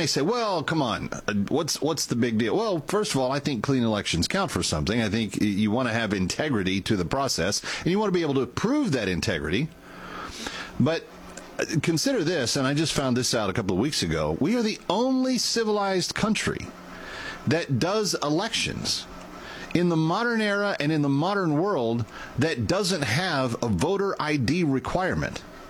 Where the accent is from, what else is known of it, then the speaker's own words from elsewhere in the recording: Missouri, United States; born there; I was born in Missouri.